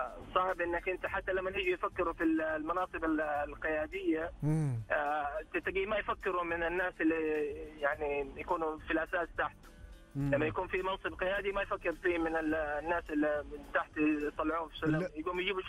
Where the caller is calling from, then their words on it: Jeddah, Makkah Province, Saudi Arabia; أكلمك من جدة والله.